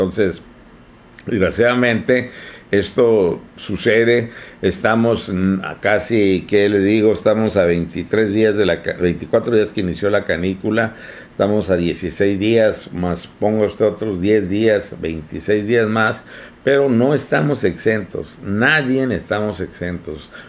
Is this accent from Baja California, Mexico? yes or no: yes; the Valley, Baja California, Mexico; nosotros también somos del Valle